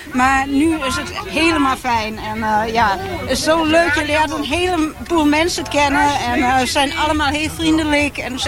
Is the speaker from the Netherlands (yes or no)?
no; Germany; Dutch is a second language; We komen uit Duitsland. En we lopen al gedurende jaren.